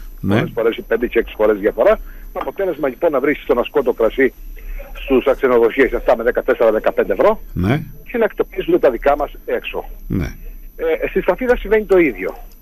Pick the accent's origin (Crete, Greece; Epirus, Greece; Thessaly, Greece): Crete, Greece; εγώ ως Έλληνας